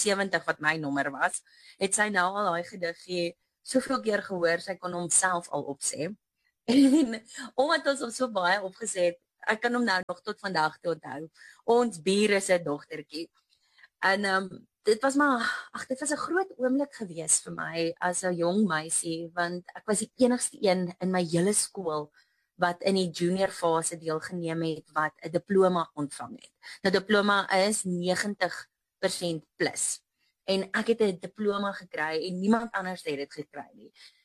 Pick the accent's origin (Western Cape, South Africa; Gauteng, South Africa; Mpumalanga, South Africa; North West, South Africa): Gauteng, South Africa; Muldersdrift; also born or lived in Krugersdorp; voor dit het ek maar op 'n plot in Mildersdrif groot geword. Ek was maar 'n plotkind, kaalvoet in die bos rondgehol.